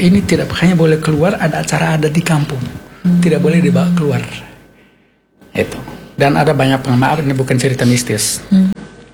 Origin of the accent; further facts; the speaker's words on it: Flores, East Nusa Tenggara, Indonesia; now in Bukittinggi, Indonesia; Kami orang inti, kami orang Flores, orang miskin.